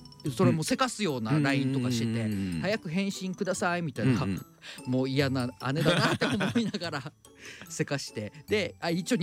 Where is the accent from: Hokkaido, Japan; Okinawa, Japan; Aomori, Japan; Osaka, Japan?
Okinawa, Japan; moved away; でまあ沖縄出身なんで